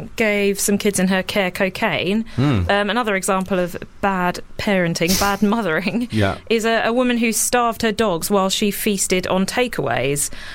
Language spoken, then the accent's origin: English; Sussex, South East England, United Kingdom; I'm from Sussex.